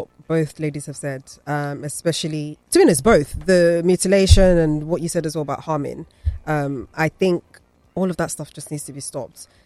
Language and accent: English; Nigeria; I'll mention that I'm Nigerian. I'm very proud to be Nigerian.